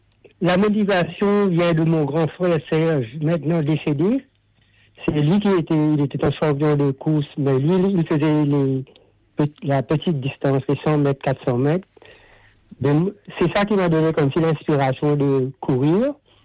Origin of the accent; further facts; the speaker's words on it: Beau Bassin-Rose Hill, Plaines Wilhems, Mauritius; moved away as an adult; now in Sydney, Australia; Je suis né à Maurice et j'habitais à Beaubassin, Rosville, pendant plusieurs années. Et d'ailleurs … 77 ans. Et on a quitté Maurice en 1983 pour venir s'établir